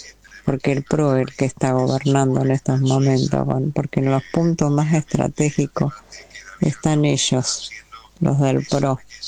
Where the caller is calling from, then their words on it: Rosario, Santa Fe, Argentina; de Rosario.